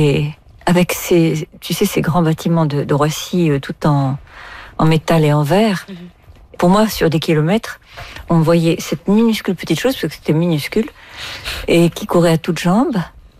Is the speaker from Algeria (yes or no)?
yes; Algeria; now in France; D'Algérie, je suis partie, mais parfois, je me dis aussi, tu sais, si on joue avec l'idiome français, je suis d'Algérie, je suis partie, je suis une partie d'Algérie.